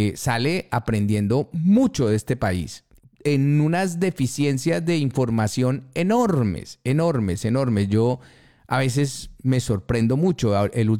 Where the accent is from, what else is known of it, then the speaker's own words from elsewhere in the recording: Colombia; now in Spain; yo como colombiano